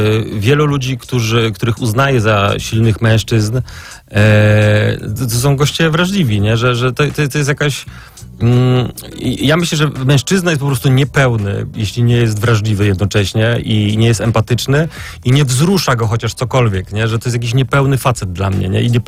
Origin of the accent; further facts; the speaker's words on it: Wałbrzych, Lower Silesian Voivodeship, Poland; No czy teraz jestem, bo jestem z Wałbrzycha w ogóle, jestem bardzo z mniejszego miasta.